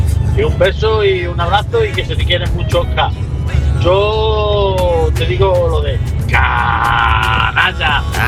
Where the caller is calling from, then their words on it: England, United Kingdom; desde Tierra Inglesa